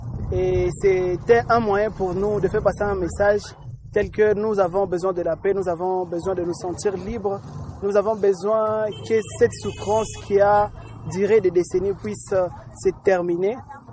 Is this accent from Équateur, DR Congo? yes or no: no; Butembo, North Kivu, DR Congo; ici chez nous à Ville de Butembo.